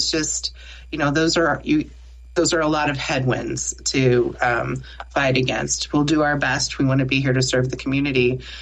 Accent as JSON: {"language": "English", "region": "Nebraska", "country": "United States", "said": "I'm from Nebraska, and everyone goes, and Nebraska has a statewide network."}